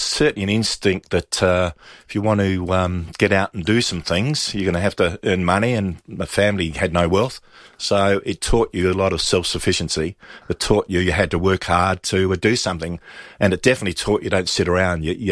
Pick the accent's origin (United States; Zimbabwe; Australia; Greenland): Australia; Kilkenny, South Australia; also born or lived in Hindmarsh; I was born in Hindmarsh and ended up, my family then lived in Kilkenny, and Chella Gardens was just the closest primary school.